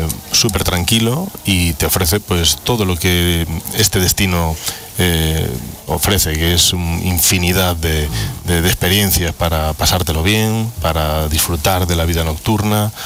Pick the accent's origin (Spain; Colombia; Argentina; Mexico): Spain; Galicia; now in Andalusia, Spain; Yo soy gallego.